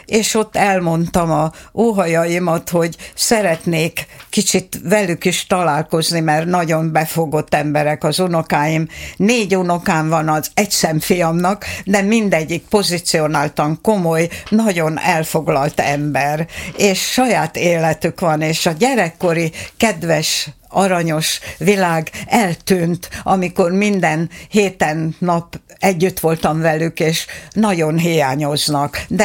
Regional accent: Kunágota, Békés, Hungary; megjelentettem a szülőfalumat, Kunágotát, és apukám szülőfaluját, Dombiratost.

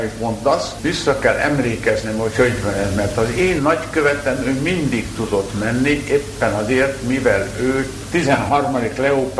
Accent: Hungary; moved away; én a magyar vagyok

